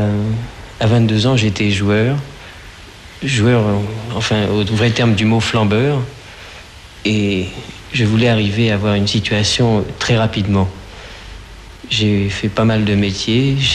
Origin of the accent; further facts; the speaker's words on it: France; Je suis français, j'ai 23 ans.